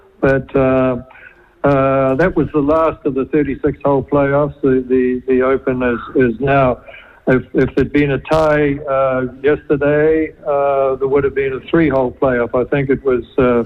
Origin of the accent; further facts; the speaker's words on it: Masterton, Wellington, New Zealand; also born or lived in Carterton / Martinborough; I lived the first 20 years of my life in the Wairarapa. But I only lived in Martinborough and Masterton, but not Carterton.